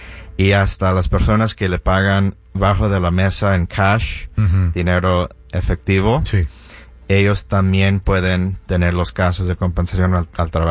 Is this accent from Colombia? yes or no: no; Mexico; Y me gusta este trabajo porque yo soy latino, soy mexicano, y mucha gente de los clientes del bufete de abogados de compensación al trabajador hablan español.